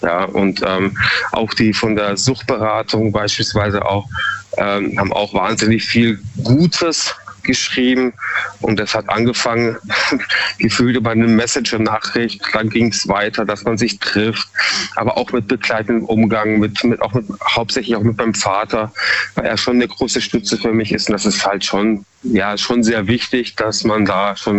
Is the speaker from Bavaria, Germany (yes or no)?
yes; Munich, Bavaria, Germany; now in Freiburg, Germany; Also ich bin ursprünglich aus Bayern, mhm. Ja, Münchner Kindl. Und bewusst bin ich damals eben nach Eichstätten, also nach Freiburg gezogen, um mich einfach so ein bisschen zu distanzieren.